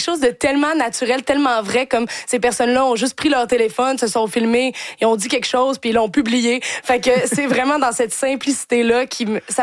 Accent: Quebec City, Quebec, Canada; now in Montreal, Canada; moi je viens de Québec, j'ai vu un petit peu des gens comme ça, puis je suis dans Hochelaga aussi

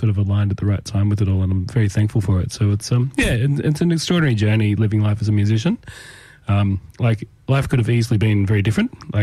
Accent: Tamworth, New South Wales, Australia; I grew up in Tamworth.

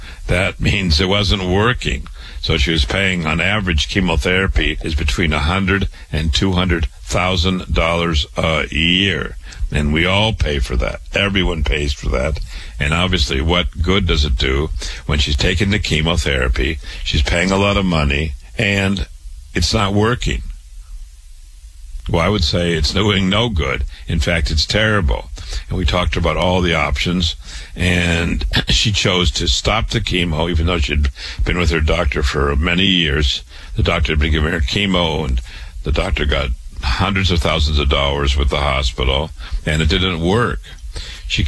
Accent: Waterloo, Iowa, United States; I was born and raised in Waterloo, Iowa.

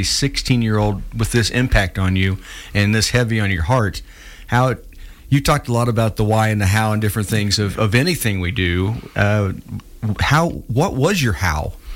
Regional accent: Missouri, United States; moved away; I grew up in Missouri.

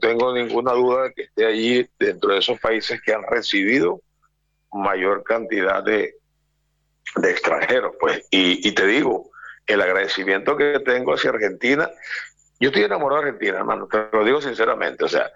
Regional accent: Venezuela; no lo digo como venezolano, no soy nacionalista ni regionalista en el mal sentido

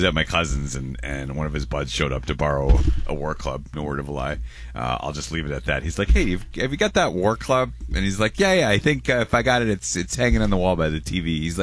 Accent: St. Catharines, Ontario, Canada; I'm from St. Catharines.

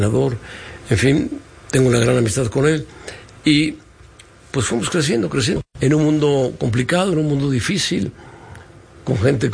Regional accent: Puebla, Mexico; born there; Estuve en Puebla, en Televisión Independiente de México. Yo nací en Puebla.

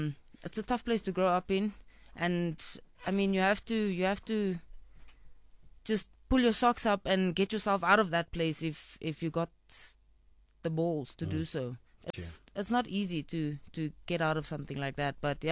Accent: South Africa; I'm from Fitas. It's actually called Freda Park

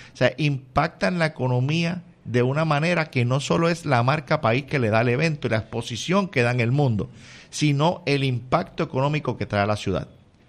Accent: Puerto Rico; Yo soy puertorriqueño, así que este clima me encanta.

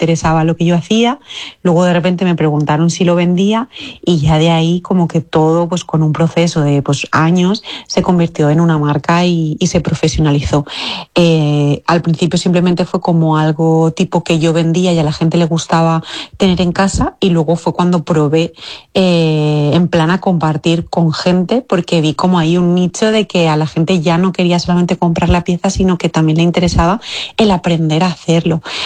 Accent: Valencia, Valencian Community, Spain; en Valencia, que es de donde yo soy

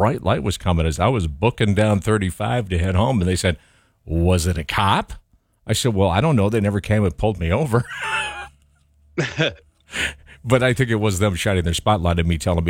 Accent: Minnesota, United States; That growing up in Minnesota at all, unless I just didn't know it.

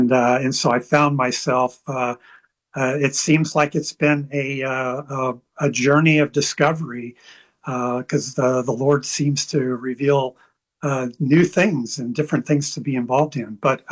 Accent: Indiana, United States; grew up in the Midwest. I had a Primitive Baptist father and a Lutheran mother. And so I was raised in the Lutheran church because mom won out.

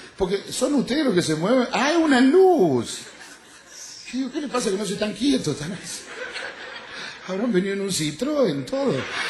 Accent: Cruz del Eje, Córdoba, Argentina; que soy de la República Argentina, de Córdoba exactamente, de la ciudad de Cruz del Eje.

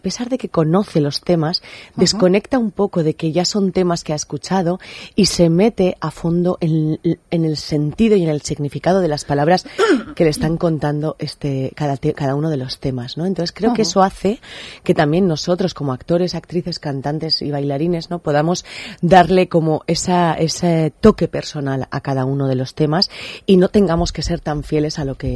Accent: Eibar, Basque Country, Spain; yo soy vasca también, soy de Eibar, uh-huh, he hecho mucha carrera aquí en Euskadi

